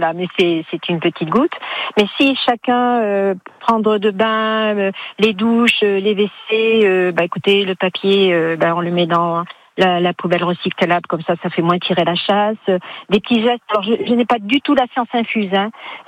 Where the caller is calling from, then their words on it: Beaumont-lès-Valence, Auvergne-Rhône-Alpes, France; Je suis citadine de naissance, mais j'habite à Beaumont-les-Valences.